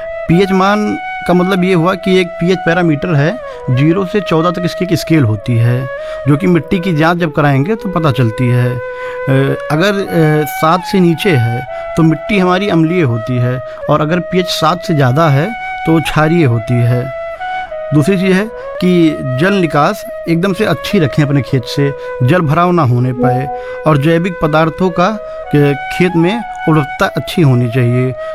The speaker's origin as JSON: {"language": "Hindi", "town": "Mankapur", "region": "Uttar Pradesh", "country": "India", "tie": "born or raised there", "said": "ग्राम office Bhitaura Mankapur का रहने वाला हूँ।"}